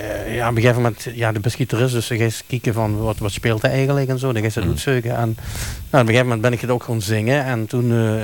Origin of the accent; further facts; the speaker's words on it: Sittard, Limburg, Netherlands; Ik ben in Sittard geboren, in het ziekenhuis. En toen ben ik, ik woonde in Putjenne, boven op de berg. En daar ben ik eigenlijk grootgebracht, zeg maar.